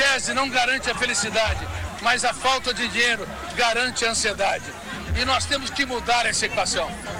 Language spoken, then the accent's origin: Portuguese; Brazil; Eu não estou fazendo um juízo de valor, mas eu digo uma coisa, como brasileiro, como médico, como empresário, como trabalhador.